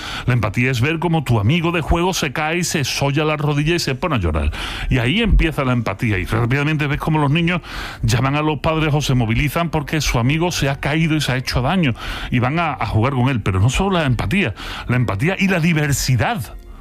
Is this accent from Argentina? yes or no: no; Mexico; born there; Esto lo hacía nací en México, ¿eh? Que nadie me pregunte por nombres de España.